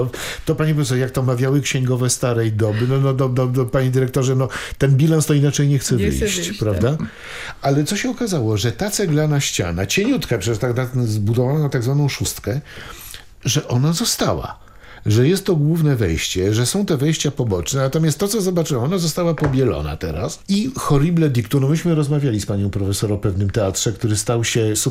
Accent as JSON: {"language": "Polish", "town": "Warsaw", "region": "Masovian Voivodeship", "country": "Poland", "tie": "born or raised there", "said": "jako rodowity warszawiak, że ja nie znam swojego miasta"}